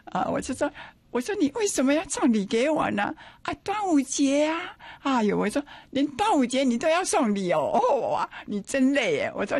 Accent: Taiwan; 我是台湾人

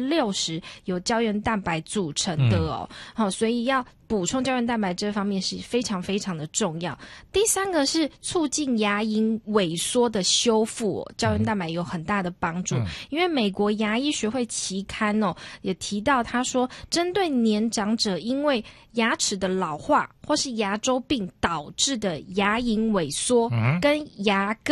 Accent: Yilan County, Taiwan; 在我们宜兰啊

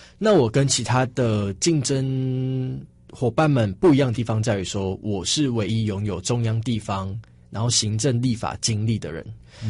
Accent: Taichung, Taiwan; 我说我是台中人啊，怎么这个供建列表里面我们台中这么少？

